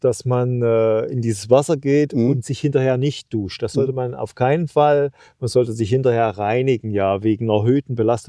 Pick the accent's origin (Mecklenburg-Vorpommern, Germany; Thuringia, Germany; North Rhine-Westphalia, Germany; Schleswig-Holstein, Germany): Thuringia, Germany; wir kommen ja aus Thüringen